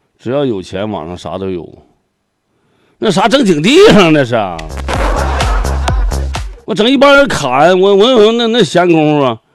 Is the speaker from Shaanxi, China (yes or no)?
no; Zhaodong, Heilongjiang, China; moved away; 我回我们老家吧，黑龙江省肇东市东发乡同发村同仁堂屯